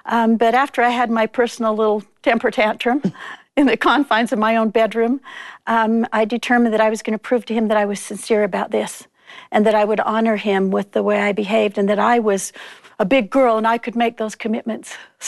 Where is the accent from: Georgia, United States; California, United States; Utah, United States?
Utah, United States; Salt Lake City; I grew up in Salt Lake City.